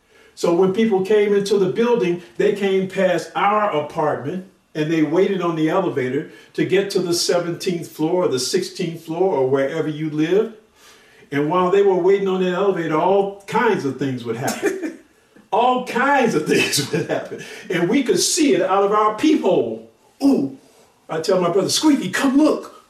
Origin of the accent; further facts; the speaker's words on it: Chicago, Illinois, United States; But I was born and raised in Chicago, on Chicago's South Side, okay? South Side of Chicago, and I lived in a place called Stateway Gardens.